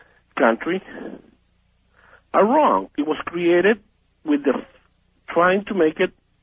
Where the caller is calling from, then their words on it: Bakersfield, California, United States; from Bakersfield.